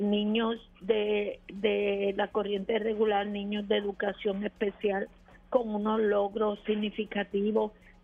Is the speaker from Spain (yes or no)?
no; Loíza, Puerto Rico; yo amo a mi pueblo